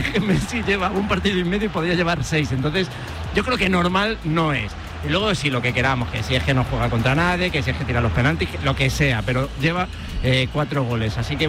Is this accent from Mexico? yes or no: no; Spain; nosotros como españoles